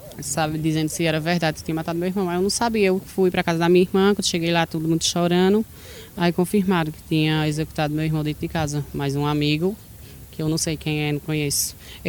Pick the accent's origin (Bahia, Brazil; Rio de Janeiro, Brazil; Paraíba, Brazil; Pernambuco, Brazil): Pernambuco, Brazil; São Bento do Una; Nós somos natural de São Bento do Una, né?